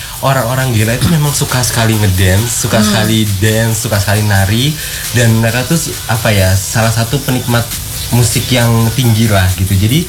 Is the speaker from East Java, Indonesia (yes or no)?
yes; Surabaya, East Java, Indonesia; aku tuh ngerasa ketika aku di kotaku Surabaya, aku tuh gak pernah makan bareng sama keluarga yang bener-bener seintens itu